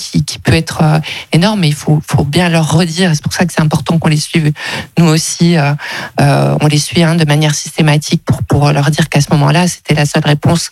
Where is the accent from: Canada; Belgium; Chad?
Belgium; Brussels, Brussels-Capital Region; now in Montpellier, France; j'ai en plus une culture anglo-saxonne puisque je suis bruxelloise.